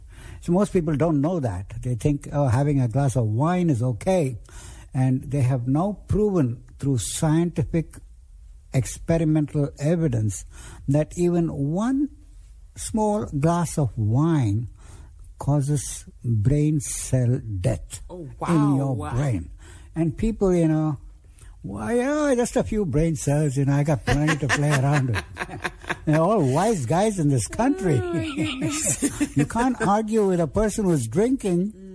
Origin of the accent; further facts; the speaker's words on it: Mumbai, Maharashtra, India; moved away; where I grew up in Mumbai and in other parts of India